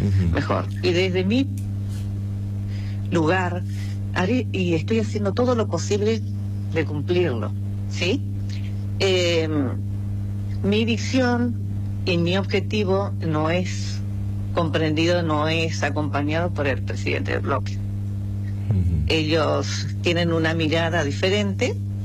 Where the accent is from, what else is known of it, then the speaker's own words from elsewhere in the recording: San Pedro, Misiones, Argentina; Yo soy misionera, tengo los pies sobre la tierra y vengo, mire, nací, me crié en San Pedro, trabajando en la chacra